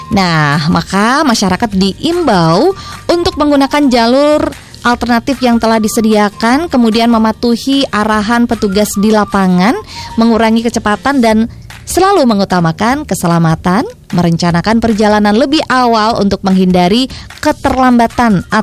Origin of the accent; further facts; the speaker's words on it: Magelang, Central Java, Indonesia; Asal Magelang kalau saya.